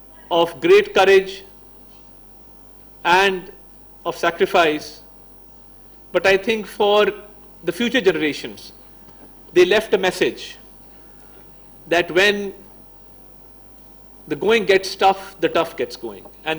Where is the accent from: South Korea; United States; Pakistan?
Pakistan